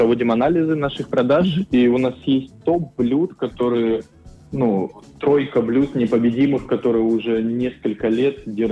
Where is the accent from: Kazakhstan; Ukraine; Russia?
Russia; Saint Petersburg; now in Murmansk, Russia; Я северянин, но с другого севера. Я с Санкт-Петербурга к вам приехал. Я год нахожусь в Мурманске.